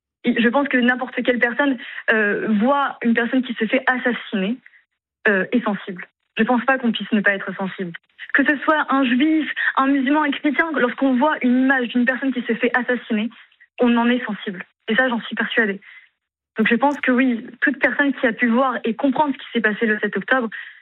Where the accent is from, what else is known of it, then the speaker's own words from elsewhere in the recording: France; now in Paris, France; Je suis française, être juive dans le privé.